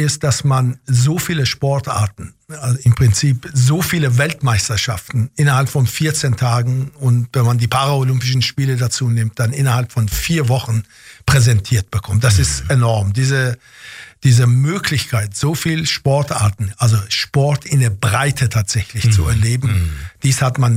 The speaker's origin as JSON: {"language": "German", "country": "Iran", "tie": "born there", "second_language": "German", "said": "Ich bin ja gebürtiger Iraner und in Tokio haben die iranischen Ringer 7"}